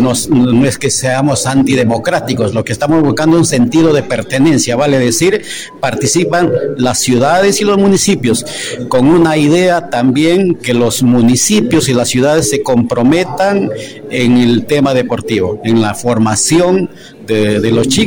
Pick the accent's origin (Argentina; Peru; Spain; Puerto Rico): Peru; Lima; Quiero decir, en el caso específico de Perú, por ejemplo, yo soy de Lima